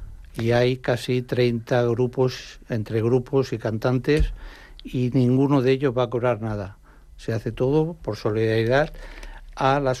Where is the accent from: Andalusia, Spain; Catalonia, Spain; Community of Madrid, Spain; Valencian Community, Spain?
Catalonia, Spain; Sant Cugat; moved away as an adult; also born or lived in Mallorca; Sí, bien, yo es que soy nacido en Sant Cugat, estuve en Sant Cugat hasta los 18 años, me fui para Mallorca, donde he vivido 30 años.